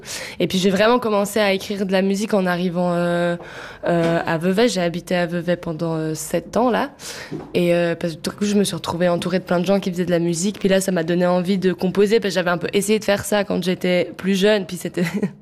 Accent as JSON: {"language": "French", "region": "Galicia", "country": "Spain", "said": "Enfin, moi, je viens du nord de l'Espagne, je viens de Galice. Puis c'est pas du tout dans notre culture."}